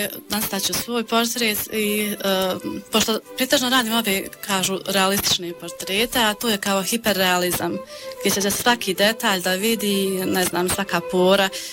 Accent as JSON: {"language": "Bosnian", "town": "Gračanica", "region": "Federation of Bosnia and Herzegovina", "country": "Bosnia & Herzegovina", "tie": "born or raised there", "also_born_or_lived": "Bijeljina", "said": "ja nisam baš rodom iz Gračanice, ja sam rodom iz Bijeljine, ali ovdje sam provela svoje djetinjstvo i svoje najljepše dane"}